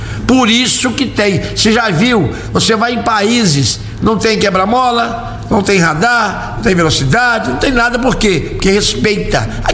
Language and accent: Portuguese; Minas Gerais, Brazil; aqui para nossa região